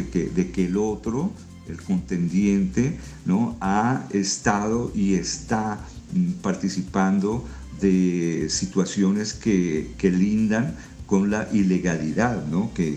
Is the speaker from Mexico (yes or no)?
no; Colombia